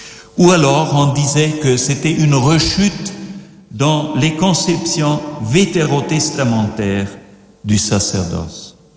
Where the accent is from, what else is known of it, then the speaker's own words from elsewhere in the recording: Switzerland; j'ai été ordonné en 1970, comme on disait chez nous en Suisse